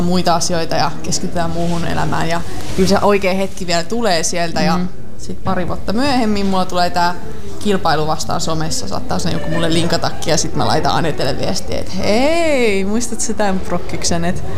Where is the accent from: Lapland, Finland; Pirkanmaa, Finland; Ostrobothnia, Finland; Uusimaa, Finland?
Lapland, Finland; Ivalo; Mä olin kotipuolessa täällä Ivalossa